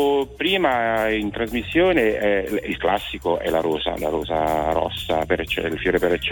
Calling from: Barletta, Apulia, Italy; Io chiamo da Barletta.

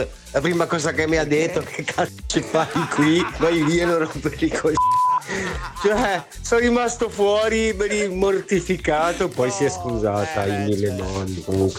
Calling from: Genoa, Liguria, Italy; da Genova.

